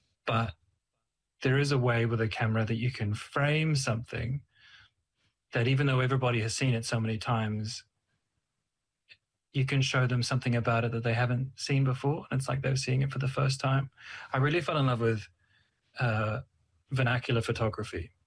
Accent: Porirua, Wellington, New Zealand; I grew up in Porirua

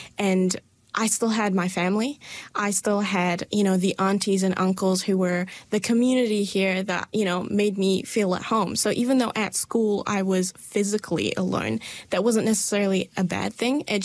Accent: Dunedin, Otago, New Zealand; born there; first language Malay; English is a second language; also born or lived in Malaysia; I have lived 10 years in New Zealand, 10 years in Malaysia. My English is better than my Malay

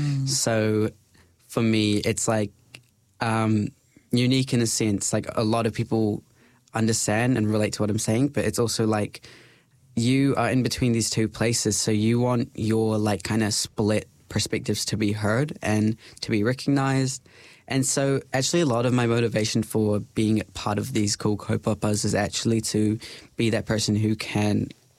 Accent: Christchurch, Canterbury, New Zealand; moved away as an adult; now in Dunedin, New Zealand; so my family is like ethnically Indian. I was born and raised in Christchurch, moved down to Dunedin a few years back.

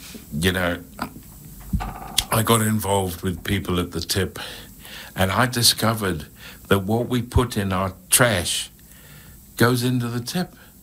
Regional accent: South Africa; moved away

